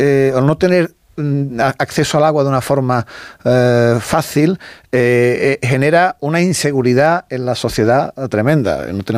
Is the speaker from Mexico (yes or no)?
no; Spain; Porque lo que sí hacemos bien los españoles es, cuando nos dan una nota de que hay que ahorrar agua y tal, hacerlo.